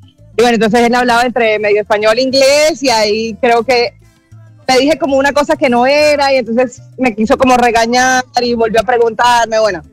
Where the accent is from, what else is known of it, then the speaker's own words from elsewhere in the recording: Barranquilla, Atlántico, Colombia; Yo soy de Barranquilla, yo sé lo que es el calor